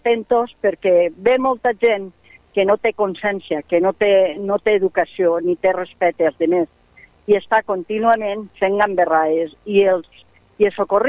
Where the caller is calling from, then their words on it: Alcoy, Valencian Community, Spain; sóc una alcoiana